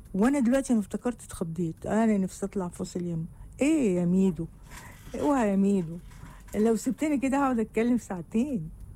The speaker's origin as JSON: {"language": "Arabic", "country": "Egypt", "said": "طيب السياح بقى اللي بيجوا عندنا في مصر"}